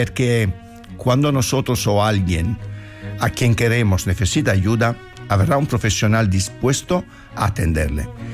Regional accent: Italy; now in Spain

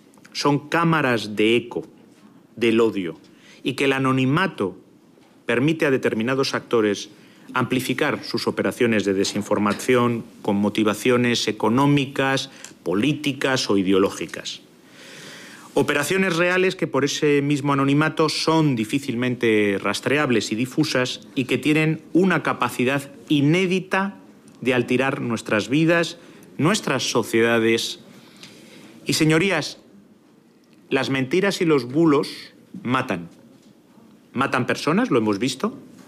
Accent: Spain; estados que se han trazado como objetivo dividirnos, incluso disolvernos como españoles y como europeos.

